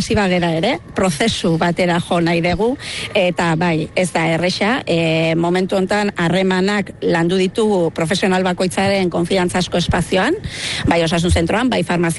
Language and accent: Basque; San Sebastián, Basque Country, Spain; Grosekoa naiz